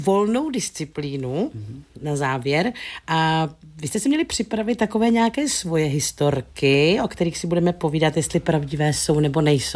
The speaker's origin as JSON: {"language": "Czech", "region": "North Moravia", "country": "Czechia", "said": "já jsem sama ze Severní Moravy"}